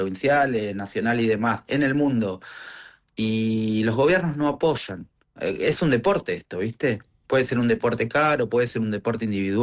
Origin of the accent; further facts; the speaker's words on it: Rawson, Argentina; yo soy de Rawson y nuestro autódromo Estrelew es un gran autódromo